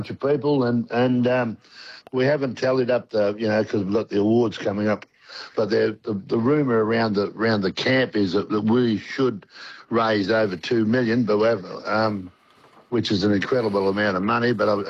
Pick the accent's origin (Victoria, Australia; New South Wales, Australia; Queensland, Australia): Victoria, Australia; Benjaroop; I come from a place called Benjaroop, northern Victoria.